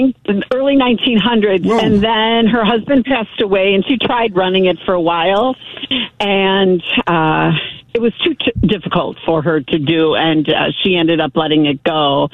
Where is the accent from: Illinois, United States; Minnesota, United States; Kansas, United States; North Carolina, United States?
Illinois, United States; Chicago; I'm a Southsider. I currently live in Mount Greenwood. I grew up in Little Flower Parish. My family, my side is from Bridgeport.